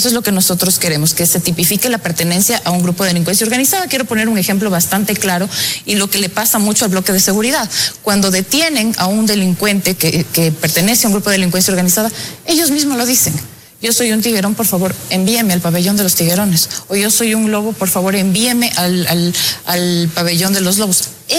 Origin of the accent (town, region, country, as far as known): Ecuador